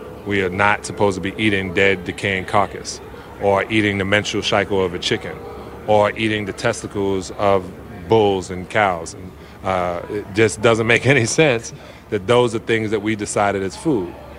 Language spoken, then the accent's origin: English; United States; But I'm a capitalist. I'm an American.